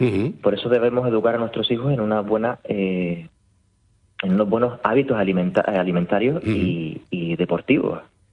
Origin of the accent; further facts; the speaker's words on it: Canary Islands, Spain; accent: Canarian; con mi acento canario igual puede pasar desapercibida esa